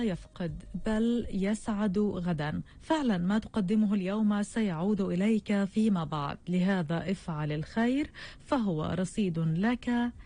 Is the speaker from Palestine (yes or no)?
yes; Palestine; ونحن كفلسطينيين نشأنا على التطوع ومبدأ التطوع منذ زمن وأيام العونة.